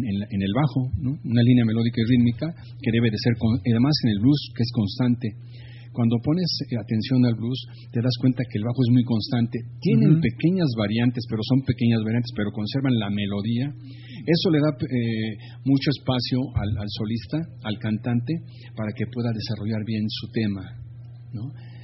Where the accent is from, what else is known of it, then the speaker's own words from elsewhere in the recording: Mexico; ¿por qué nos escuchamos diferente los mexicanos a los gringos